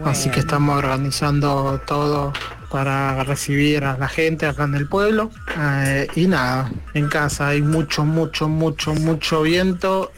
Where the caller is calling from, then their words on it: Copetonas, Buenos Aires Province, Argentina; de Copetona, provincia de Buenos Aires, que es partido de Tres Arroyos. Estoy acá en casa